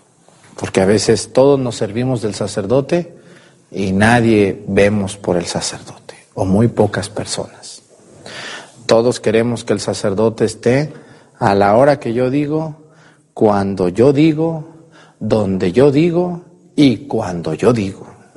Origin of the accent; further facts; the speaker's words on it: Jalisco, Mexico; yo también tengo muchos familiares en Coahuila que de mi tierra, Jalisco, migraron a Saltillo.